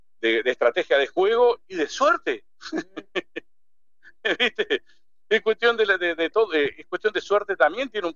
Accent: Argentina

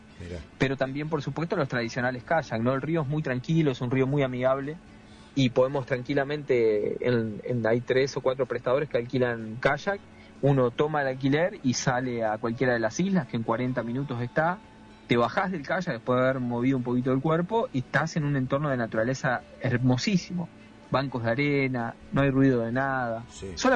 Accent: Argentina; Somos argentinos

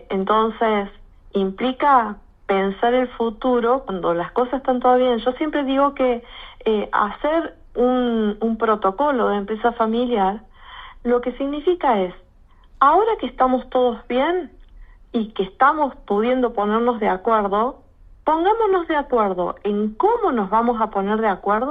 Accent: Río Tercero, Córdoba, Argentina; also born or lived in Villa Carlos Paz; soy oriunda de Río Tercero, entonces tengo toda la familia acá

